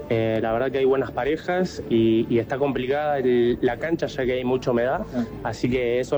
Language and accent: Spanish; Coronel Pringles, Buenos Aires Province, Argentina; Yo soy de Coronel Pringles, el sur de Buenos Aires.